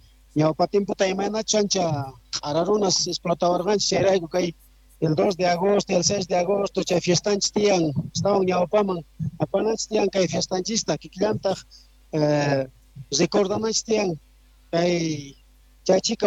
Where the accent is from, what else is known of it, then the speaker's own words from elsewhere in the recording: Bolivia; pero aquí estamos cumpliendo como boliviano, cumpliendo en el desfile, eso podría decir.